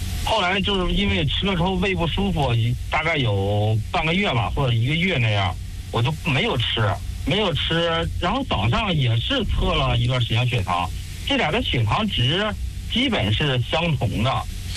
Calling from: Shijiazhuang, Hebei, China; 啊，对，我是石家庄的听众。

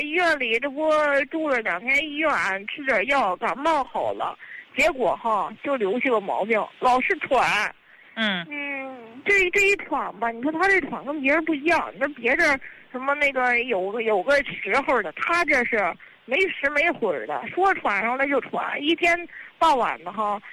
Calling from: Tangshan, Hebei, China; 我是唐山的啊。

